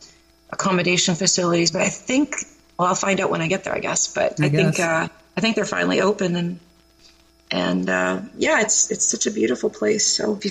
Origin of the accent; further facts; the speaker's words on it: Saskatoon, Saskatchewan, Canada; also born or lived in Ottawa / Toronto; now in Niagara, Canada; being Canadian, and it's like my hometown is Saskatoon, but I lived in Ottawa briefly, so it feels like another hometown. And Toronto, I lived there, well, it's getting actually the longest, 14 years, and now I've been in Niagara for 13 years